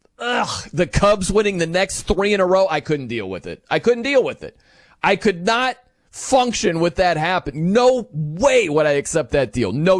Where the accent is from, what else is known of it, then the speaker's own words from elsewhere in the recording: South Bend, Indiana, United States; I love Notre Dame football. I'm from South Bend, Indiana. I bleed Notre Dame football.